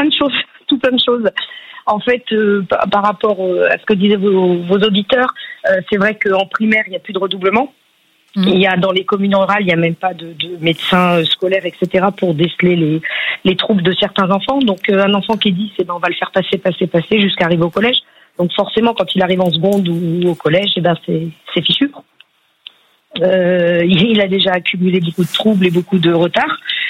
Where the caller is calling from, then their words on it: Vienne, Nouvelle-Aquitaine, France; Donc de Blonde et dans la Vienne.